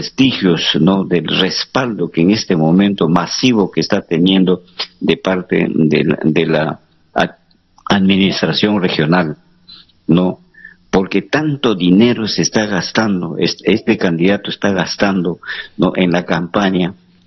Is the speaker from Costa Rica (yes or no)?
no; Peru; la sociedad consumista, como somos nosotros los peruanos.